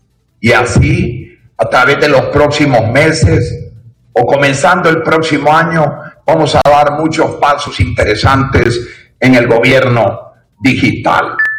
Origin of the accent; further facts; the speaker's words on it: Honduras; Somos buenos los hondureños.